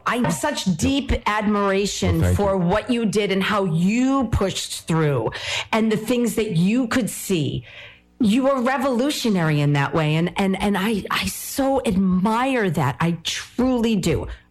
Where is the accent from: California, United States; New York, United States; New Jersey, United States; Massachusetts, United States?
Massachusetts, United States; Groveland; And I'm that girl from Groveland.